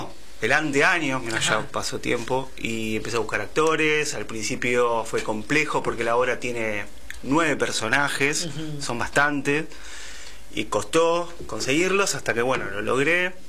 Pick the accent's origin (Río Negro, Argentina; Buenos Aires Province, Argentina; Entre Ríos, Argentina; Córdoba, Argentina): Buenos Aires Province, Argentina; Berazategui; Somos todos de Berazategui. No, salvo una, el resto somos todos de Vera.